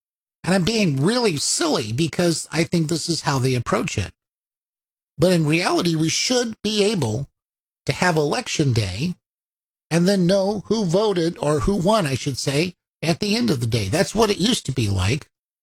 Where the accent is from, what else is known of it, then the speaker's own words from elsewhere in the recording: United States; when I grew up in America